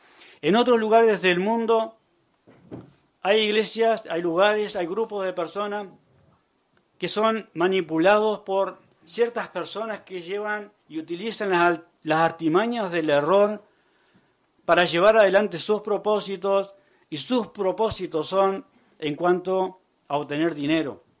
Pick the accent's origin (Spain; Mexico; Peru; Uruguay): Uruguay; somos hermanos de Uruguay